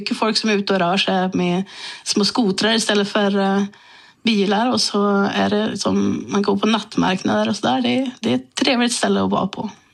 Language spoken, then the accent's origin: Swedish; Sweden; moved away; Nej, vi åker hem till Sverige.